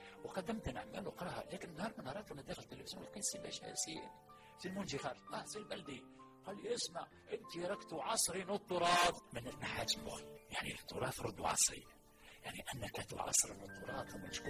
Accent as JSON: {"language": "Arabic", "country": "Tunisia", "said": "احنا عندنا في تونس"}